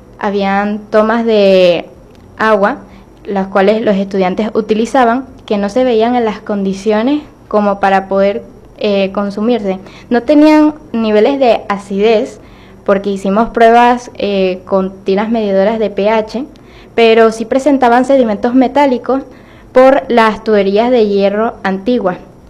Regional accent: Venezuela; nosotros como venezolanos no conocemos nuestra cultura.

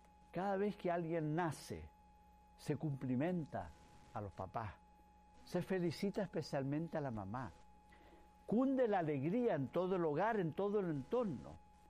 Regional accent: Chile; En Chile, mi país

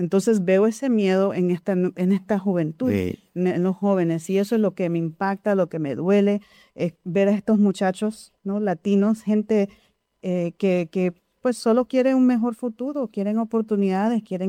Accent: Nicaragua; now in Philadelphia, United States; como nicaragüense, como migrante, yo espero mucho del país donde mis padres me trajeron

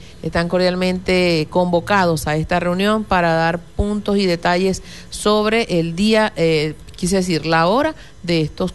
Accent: Venezuela; como venezolanos, nos embarga a todos.

